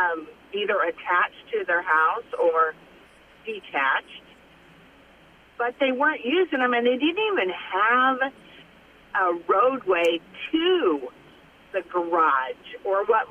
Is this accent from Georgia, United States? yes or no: no; Texas, United States; I was raised in Texas